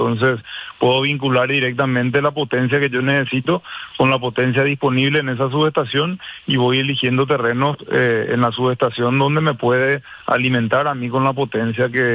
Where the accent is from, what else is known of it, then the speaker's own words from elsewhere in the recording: Paraguay; nuestro país.